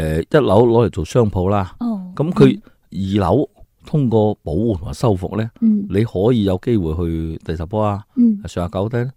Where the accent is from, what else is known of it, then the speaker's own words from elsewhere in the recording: Guangdong, China; 我们广东人粤语都还叫做马路